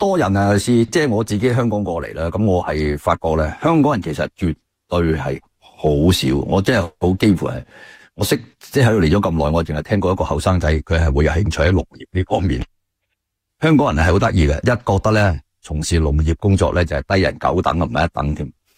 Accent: Alberta, Canada; 我哋首先我哋加拿大人有咁大片嘅农地，咁肥沃个土地，我哋亚省嘅南部

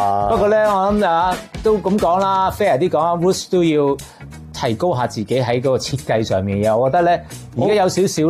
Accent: Canada

